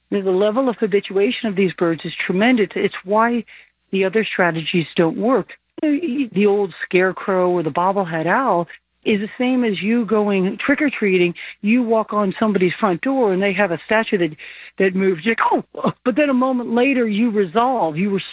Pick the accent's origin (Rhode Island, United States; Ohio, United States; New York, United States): New York, United States; I'm a girl from New York.